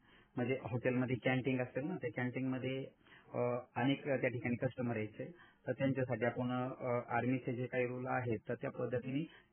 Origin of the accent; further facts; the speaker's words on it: Varvande, Maharashtra, India; मी मूळचा माझं गाव वरवंडे आहे. मी राहुरी तालुक्यात आहे राहिला आणि मुळानगर या ठिकाणी आपण राहत असताना लहानपणी आमचं पूर्ण बचपन म्हणजे धरणाच्या कडेला गेलं.